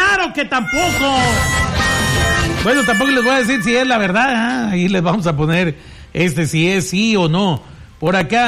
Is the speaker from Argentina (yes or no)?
no; Mexico; Porque somos mexicanos y nos identificamos con eso.